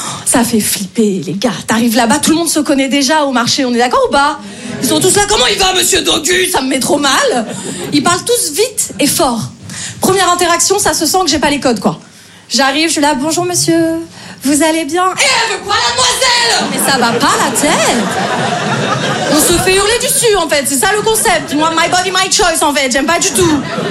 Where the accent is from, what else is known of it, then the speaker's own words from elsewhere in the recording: Paris, Île-de-France, France; moi je viens de Paris. J'essaye de jouer un peu dans plein de villes en France.